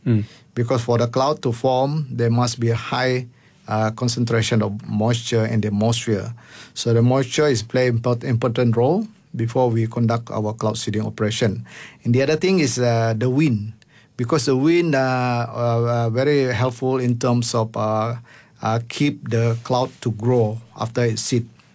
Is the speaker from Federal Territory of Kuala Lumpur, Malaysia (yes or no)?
no; Sarawak, Malaysia; I come from Sarawak